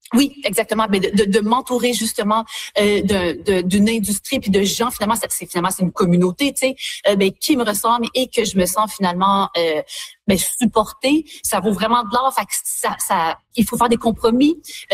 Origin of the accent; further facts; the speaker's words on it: Quebec, Canada; moved away; qui m'a toujours habité finalement depuis que je suis partie du Québec en 2007 à ce moment-là.